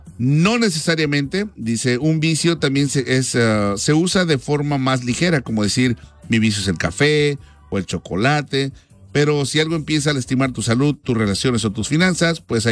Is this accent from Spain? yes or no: no; Mexico